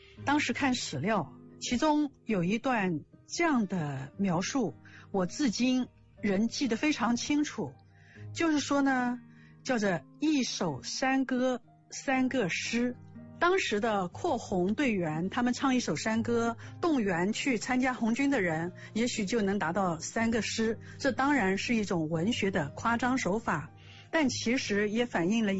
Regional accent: Jiangxi, China; 又离不开我的家乡，就是赣南这片红色热土对我的滋养。

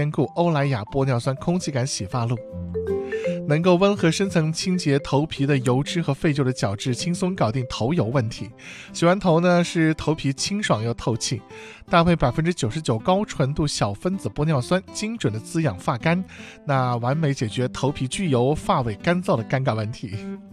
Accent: Xinjiang, China; moved away; 我的家乡新疆

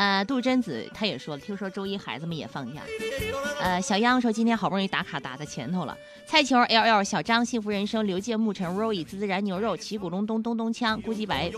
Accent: Hunan, China; accent: Hunan dialect; 我们湖南话就是有这么大的感染力啊。

